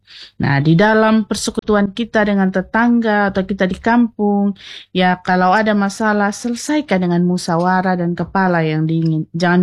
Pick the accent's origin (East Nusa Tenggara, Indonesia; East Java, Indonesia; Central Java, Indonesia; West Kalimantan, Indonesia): East Nusa Tenggara, Indonesia; Sumba; kita orang Sumba dikenal dengan ramah dan terbuka.